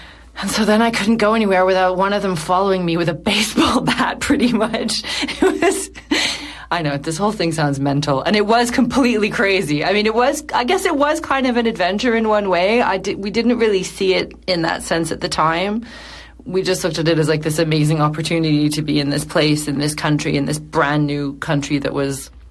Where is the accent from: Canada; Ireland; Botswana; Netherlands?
Canada; as a Canadian, you know, I had traveled, but I'd never been to somewhere that I would consider a conflict zone